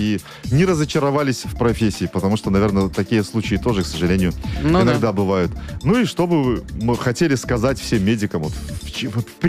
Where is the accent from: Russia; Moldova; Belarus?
Belarus; мы же белорусы.